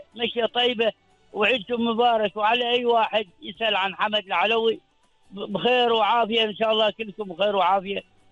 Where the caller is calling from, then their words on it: Yanqul, Ad Dhahirah, Oman; من بلدي في ولايه ينقل